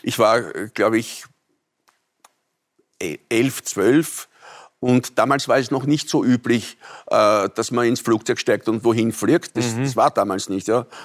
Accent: Vienna, Austria; also born or lived in Burgenland; Aber ich bin Wiener, ich bin in Wien aufgewachsen, ich war in Wien im Kindergarten, in Schulen und alles.

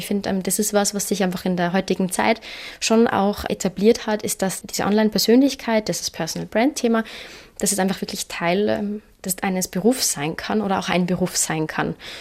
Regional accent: Kufstein, Tyrol, Austria; Ich bin ja wirklich aufgewachsen im Wirtshaus.

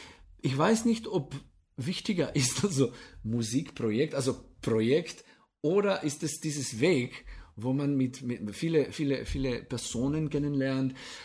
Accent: Radlje ob Dravi, Slovenia; also born or lived in Paris, France; Ja, also ich komme aus Radli. Dann habe ich meine Mittelmusikschule in Maribor gemac

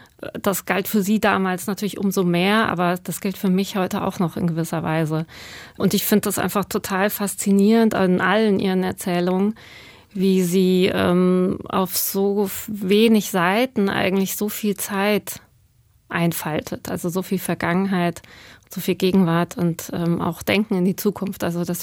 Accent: Cologne, North Rhine-Westphalia, Germany; also born or lived in Iran; ich bin in Köln aufgewachsen und da zur Schule gegangen.

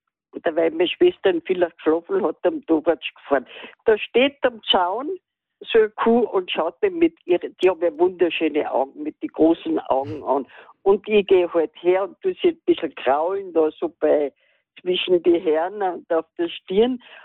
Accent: Carinthia, Austria; Also bin ich Kärntnerin.

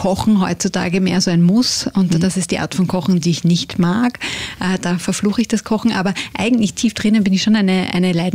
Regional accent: United Kingdom; German is a second language; Und ich habe ja doch diese, ich bin Britin, ich habe dieses Englische in mir. Ich versuche das meinen Kindern weiterzugeben, auch mit zweisprachiger Erziehung. Und wir reisen jedes Jahr nach England

